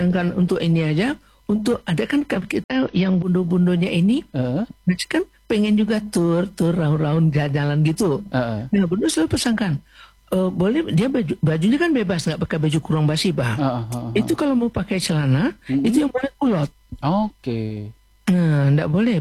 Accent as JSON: {"language": "Indonesian", "region": "West Sumatra", "country": "Indonesia"}